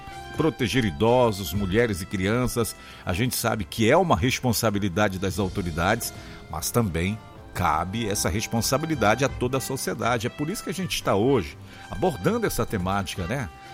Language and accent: Portuguese; Alenquer, Pará, Brazil; na minha terrinha, na cidade de Alenquer.